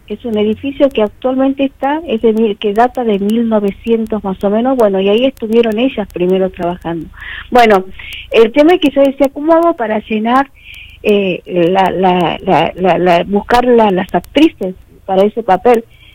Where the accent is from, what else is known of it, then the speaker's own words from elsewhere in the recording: Santa Cruz, Argentina; nos atraviesa a todos los santacruceños